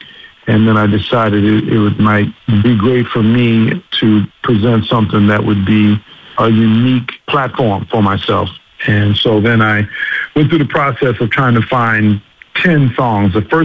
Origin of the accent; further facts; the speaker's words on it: Denver, Colorado, United States; I grew up in Denver, and my parents were avid jazz listeners and music listeners